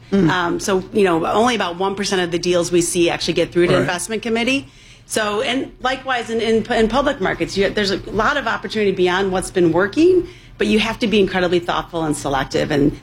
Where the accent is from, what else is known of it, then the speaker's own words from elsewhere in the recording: Illinois, United States; I married a North Sider Cubs fan who grew up really close to Wrigley Field, and I grew up on the South Side, went to Mother Macaulay High School.